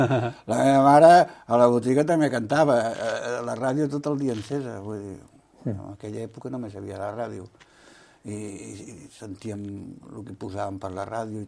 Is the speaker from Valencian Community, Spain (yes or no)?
no; Cubelles, Catalonia, Spain; also born or lived in Vilanova i la Geltrú; jo vaig néixer a Vilanova … És quan vaig vindre a Cubelles, de molt petit, que vaig vindre aquí